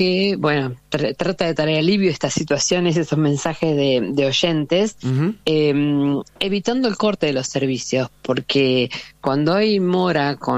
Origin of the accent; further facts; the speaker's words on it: Pergamino, Buenos Aires Province, Argentina; yo soy de Pergamino.